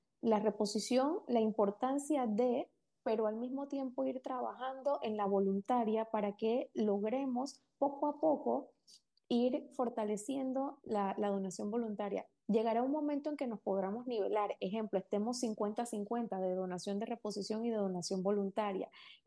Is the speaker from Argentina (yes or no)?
no; Panama; como panameños y como seres humanos